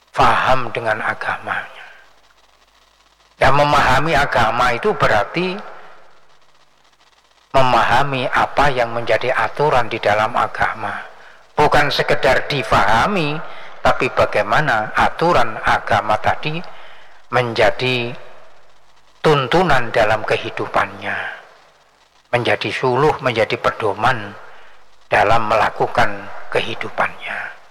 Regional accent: Java, Indonesia; now in Samarinda, Indonesia; di tempat saya di Jawa sana itu, di daerah saya di Pondok Al-Ghazaliyah itu

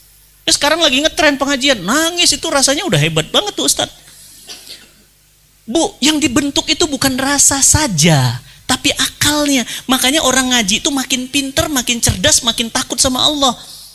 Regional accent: Medan, North Sumatra, Indonesia; bapak saya Sumedang, Sunda, ibu saya Jawa, saya lahir dan besar di Medan.

